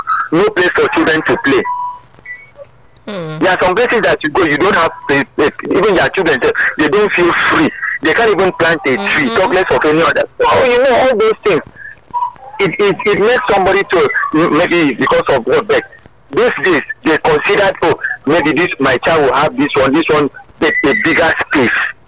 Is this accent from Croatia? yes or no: no; Cross River, Nigeria; when I was still growing up in Cross River State